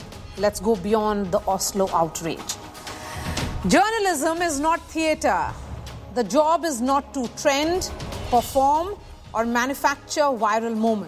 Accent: Bihar, India; my home state of Bihar.

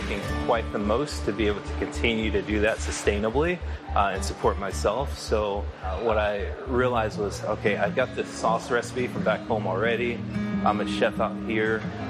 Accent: Kansas City, Missouri, United States; that's a road that divides Kansas City, Missouri and Kansas City, Kansas. And I grew up on the Kansas City, Missouri side.

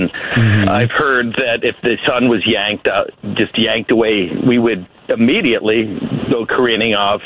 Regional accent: Chicago, Illinois, United States; now in San Diego, United States; I grew up in the Chicago area. I live in San Diego.

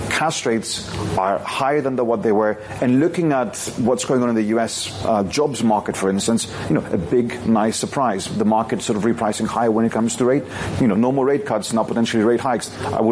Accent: Greece; moved away; my home country, Greece

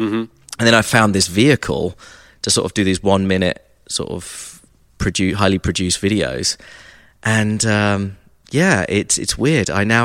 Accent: Brighton, South East England, United Kingdom; also born or lived in Nashville; now in Atlanta, United States; I'm from the south coast of England, Brighton.

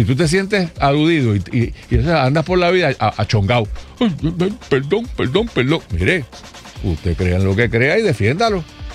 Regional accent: Puerto Rico; nosotros analizamos el mundo desde el ombligo del planeta, que es Puerto Rico.

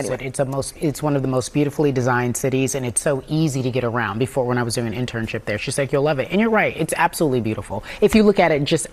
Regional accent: Los Angeles, California, United States; I am from Los Angeles.

